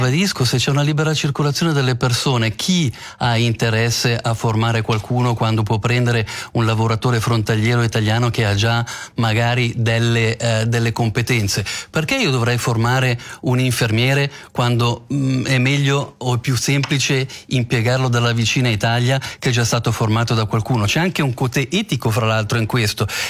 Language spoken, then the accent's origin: Italian; Switzerland; la nostra Svizzera, il paese che amiamo